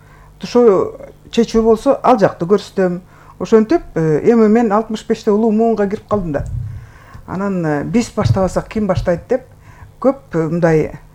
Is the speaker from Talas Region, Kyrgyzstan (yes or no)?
yes; Talas Region, Kyrgyzstan; Сарудамын, Көгөйдөн.